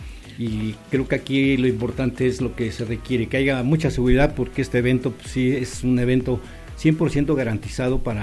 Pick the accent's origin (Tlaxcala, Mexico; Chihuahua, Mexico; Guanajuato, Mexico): Tlaxcala, Mexico; San Miguel Contla; de mi pueblo, de allá de uh-huh. San Miguel Contla.